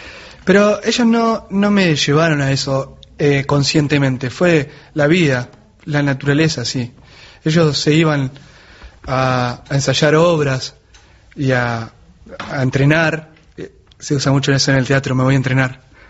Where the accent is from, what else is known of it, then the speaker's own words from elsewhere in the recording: Luis Beltrán, Río Negro, Argentina; also born or lived in Viedma; Yo nací en Viedma y me fui hice toda la primaria en un pueblo que adoro que se llama Luis Beltrán, que queda creo que 14 kilómetros de Chuele o 8